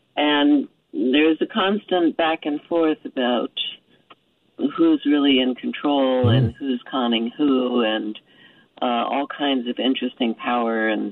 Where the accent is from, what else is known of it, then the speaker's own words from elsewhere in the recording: Coral Gables, Florida, United States; born there; also born or lived in Miami; Born in Florida. I was born in Coral Gables.